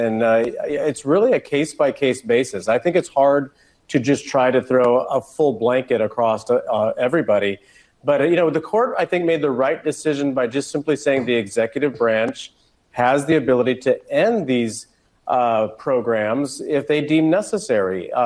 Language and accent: English; Indiana, United States; I come from Northeast Indiana, where we have a lot of workers there that work in the agricultural industry as well as the manufacturing industry.